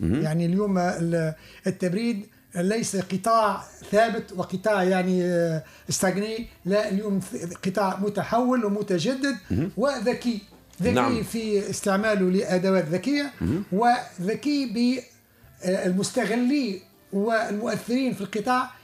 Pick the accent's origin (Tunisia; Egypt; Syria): Tunisia; ثم احنا كتونسيين احتفلنا باليوم هذا يوم 26 جويلة